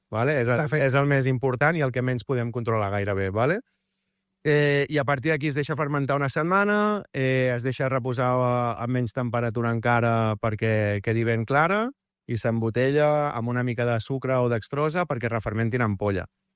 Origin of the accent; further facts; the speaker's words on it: Arenys de Mar, Catalonia, Spain; Arenys de Mar, sempre. Capital de l'Almaresma.